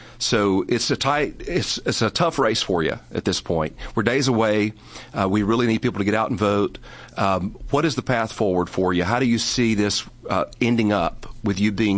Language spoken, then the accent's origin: English; Alabama, United States; now in Florida, United States; when I come from Alabama, it's my home.